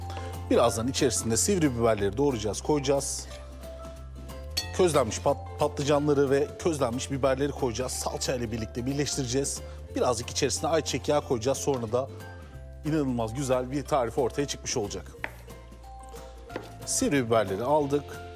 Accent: Adana, Turkey; Bir Adanalı olarak bunu size temin edebilirim.

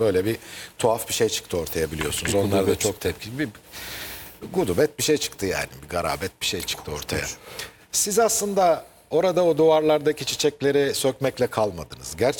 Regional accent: Sakarya, Turkey; şimdi Sakarya benim şehrim

